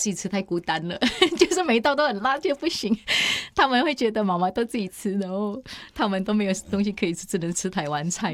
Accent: Indonesia; now in Taiwan; 每次有人问我你是哪里人，我就会说我是新加坡马来西亚，就感觉那个时候可能那个时候的环境在台湾一般认为就是比较刻板印象，就是可能印尼是会排华的一个国家

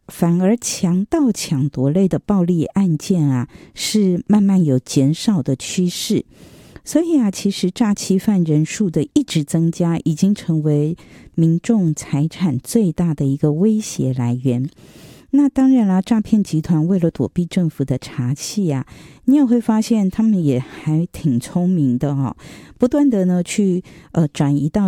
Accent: Taiwan; 我觉得我们台湾人还是心地善良的居多

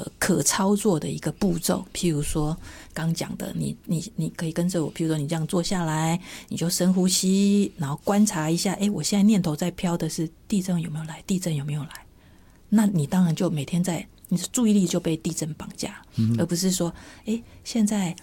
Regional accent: Taiwan

